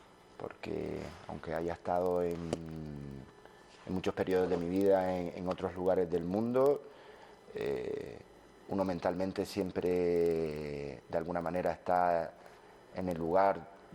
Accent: Spain; moved away as an adult; mis seres queridos mayormente han estado o están en mi pueblo.

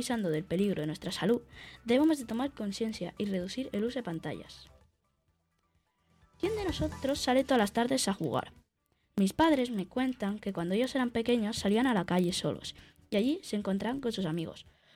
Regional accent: Canary Islands, Spain

